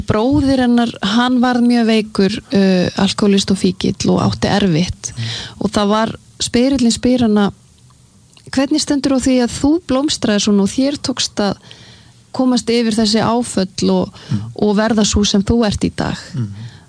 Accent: Sweden; born or raised there

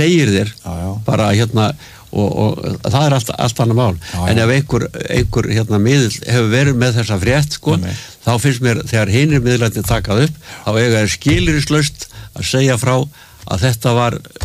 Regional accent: Reykjavík, Capital Region, Iceland; ég var alinn upp á Eilskotunni hérna Eilskotu 30 og þá var hérna breytarnir höfðu tjaldað á Öskuvellinum hérna þar sem núna er Dómus Medica

